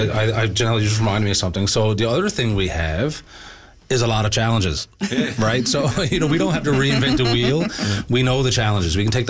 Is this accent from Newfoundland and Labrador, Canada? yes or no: yes; Grand Falls, Newfoundland and Labrador, Canada; now in Holyrood, Canada; Like, I'm from Grand Falls. I live in Holyrood. Not a lot of people know that.